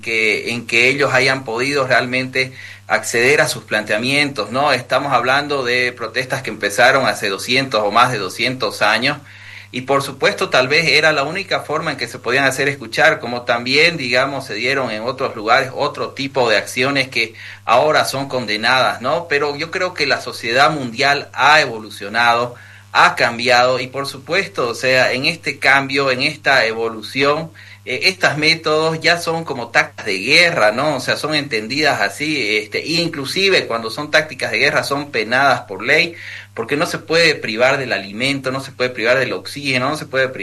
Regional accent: La Paz, Bolivia

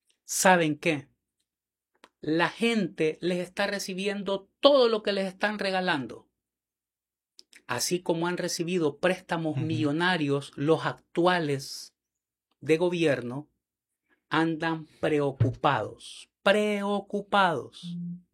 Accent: El Salvador

